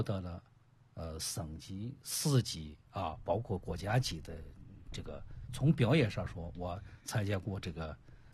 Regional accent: Suide, Shaanxi, China; 我出生于绥德，长在于绥德，就是陕北的文化，绥德的文化

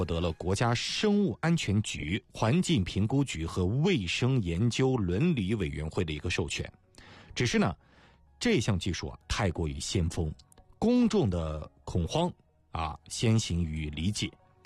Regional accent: China; 我们中国人

